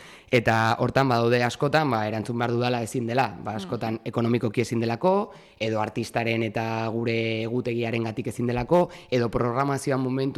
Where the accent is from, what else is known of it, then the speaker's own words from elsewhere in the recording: Irun, Basque Country, Spain; baina Irundarra naiz